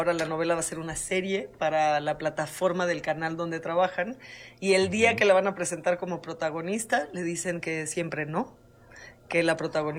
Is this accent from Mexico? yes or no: yes; Mexico City, Mexico; also born or lived in Oaxaca; Pero ya regresé, ya soy chilanga de nuevo.